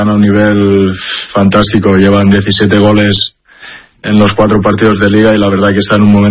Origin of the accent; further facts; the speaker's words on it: Valencian Community, Spain; A mí, yo como soy valenciano, me gusta el Valencia.